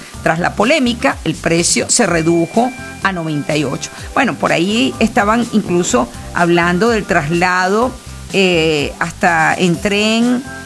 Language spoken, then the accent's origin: Spanish; Venezuela; ¿cómo somos nosotros los venezolanos?